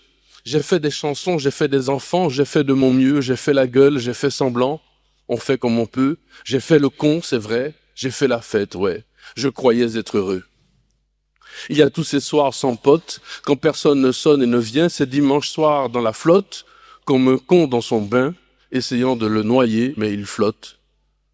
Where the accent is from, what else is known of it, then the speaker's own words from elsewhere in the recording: Martinique; Moi je suis de Martinique, je connais pas ce genre de choses.